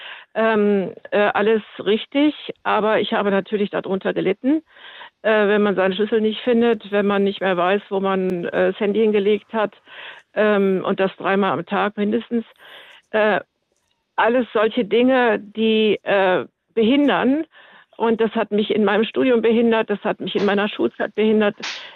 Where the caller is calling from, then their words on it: Bad Wiessee, Bavaria, Germany; genau. Ich rufe aus Bayern an, aus Bad Wiessee.